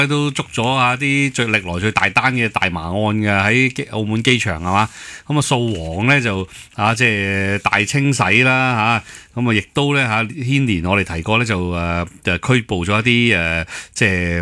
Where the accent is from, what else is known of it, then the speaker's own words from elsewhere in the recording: Hong Kong; 我哋香港人睇落去容易搞错啊。